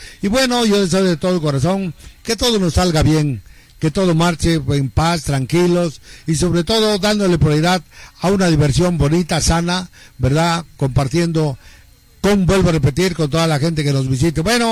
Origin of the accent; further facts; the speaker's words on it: San Pablo Huixtepec, Oaxaca, Mexico; nuestra gente de acá, de San Pablo, Huixtepec. Chulo mi pueblo, chulo mi pueblo.